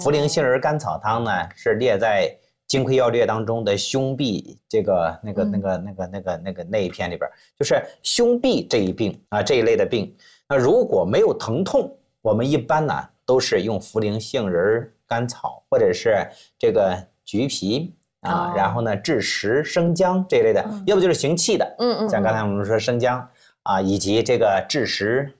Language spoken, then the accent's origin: Chinese; China; 这就是我们中国人经常讲说，哎，此人食古不化。